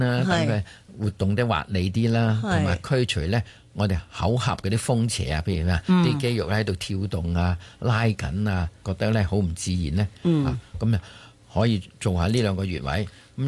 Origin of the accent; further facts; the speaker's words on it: Guangdong, China; 引火歸源，即是我哋廣東人所講嘅聚火啊